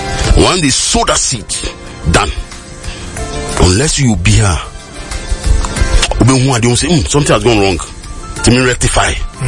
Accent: Nigeria; I'm from Nigeria.

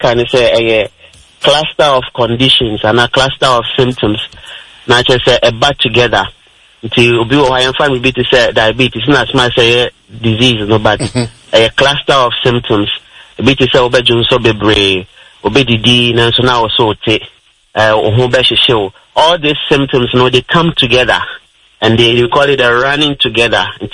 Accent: Ghana; we are Ghanaians

